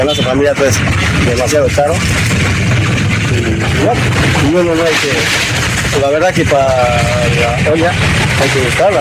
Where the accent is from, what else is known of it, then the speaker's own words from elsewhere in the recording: Caigua, Tarija, Bolivia; Yo vengo de Caigua.